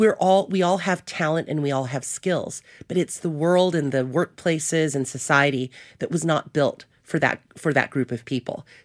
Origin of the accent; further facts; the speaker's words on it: Philippines; And just because I'm Filipina doesn't mean I know the culture of what's happening in Tajikistan, right?